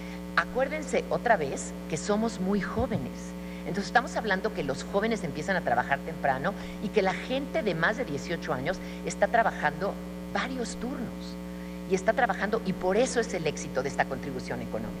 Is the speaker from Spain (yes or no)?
no; Mexico; Otra de las características que a mí me fascinaron como mexicana que soy es que las mexicanas se sienten listas para ser líderes.